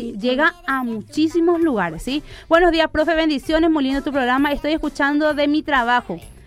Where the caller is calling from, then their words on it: Sajonia, Asunción, Paraguay; de Sajonia.